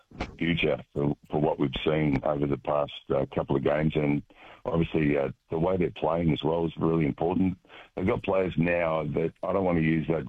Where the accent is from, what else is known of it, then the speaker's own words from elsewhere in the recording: Larne, Northern Ireland, United Kingdom; but he actually trialled at my hometown in Larne a few years ago